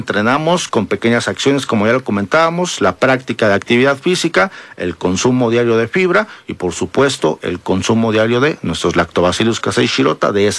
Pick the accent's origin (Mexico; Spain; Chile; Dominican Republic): Mexico; sobre todo en una población como la mexicana, que estamos acostumbrados más a estar curando que a la prevención